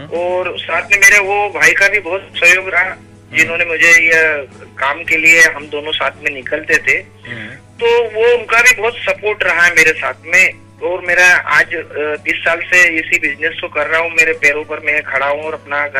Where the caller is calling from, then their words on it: Ujjain, Madhya Pradesh, India; बोल रहा हूँ, नानाखेड़ा बस स्टैंड उज्जैन मध्य प्रदेश से।